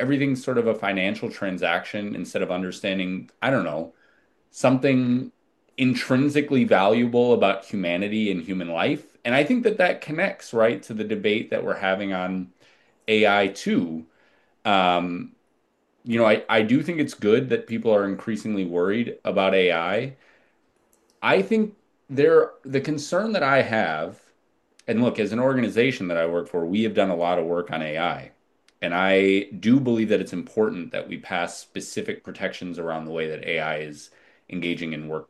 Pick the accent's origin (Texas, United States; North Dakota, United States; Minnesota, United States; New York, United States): Minnesota, United States; born there; my home state of Minnesota